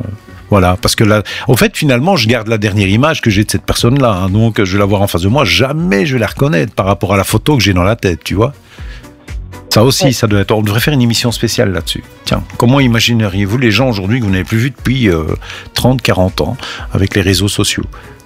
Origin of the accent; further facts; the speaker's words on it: Belgium; chez nous en Belgique ou en Europe.